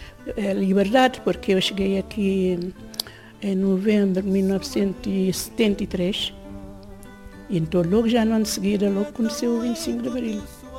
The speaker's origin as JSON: {"language": "Portuguese", "country": "Cape Verde", "moved": "yes", "said": "Cá ver que deixei saudade de família, saudade de minha terra, é isso."}